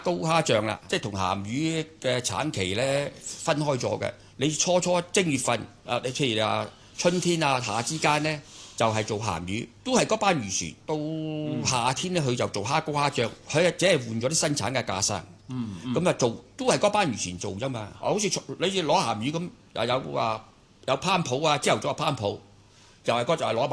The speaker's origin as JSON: {"language": "Cantonese", "country": "Hong Kong", "said": "蝦來講呢，我們香港人又叫銀蝦啦"}